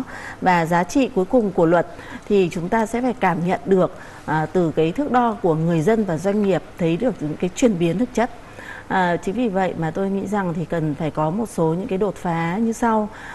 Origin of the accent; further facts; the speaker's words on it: Hanoi, Vietnam; Chúng tôi cũng là công dân sống từ bé ở Hà Nội, lại còn ở phố cổ đấy.